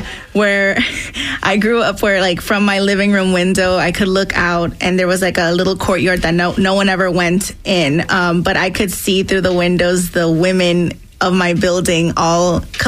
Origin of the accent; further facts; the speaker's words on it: New York, United States; Well, I was born in Brooklyn, New York, mm-hmm. and I grew up in the early 90s in what I would describe as a very Dominican building.